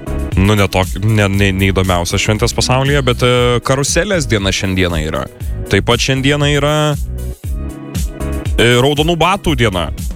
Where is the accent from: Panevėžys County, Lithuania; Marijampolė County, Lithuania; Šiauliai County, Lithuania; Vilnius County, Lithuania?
Vilnius County, Lithuania; Vilnius; man kaip vilniečiai atrodavo